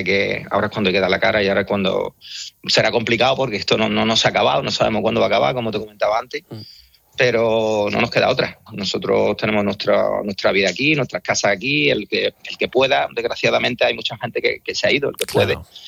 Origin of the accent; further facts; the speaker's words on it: Spain; yo soy español antes que comerciante